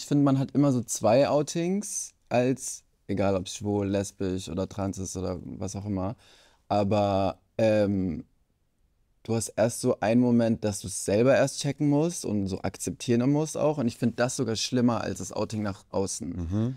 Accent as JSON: {"language": "German", "town": "Freiburg", "region": "Baden-Württemberg", "country": "Germany", "moved": "yes", "lives_now": "Berlin, Germany", "said": "Ich komme eigentlich aus Freiburg, bin nach Berlin gezogen"}